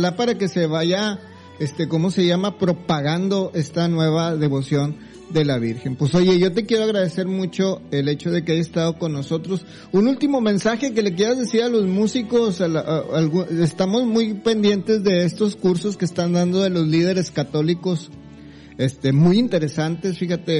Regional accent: Mexico; como mexicanos y guadalupanos, y yo me considero pues super guadalupano

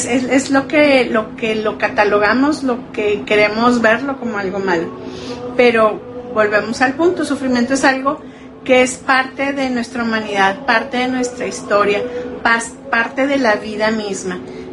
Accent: Mexico; born there; aceptar que nací en México

